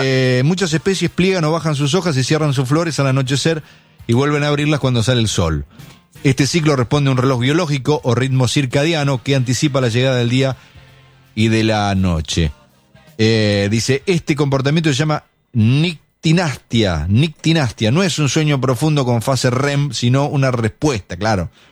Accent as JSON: {"language": "Spanish", "town": "La Madrid", "region": "Buenos Aires Province", "country": "Argentina", "tie": "born or raised there", "moved": "yes", "said": "en mi pueblo, en La Madrid"}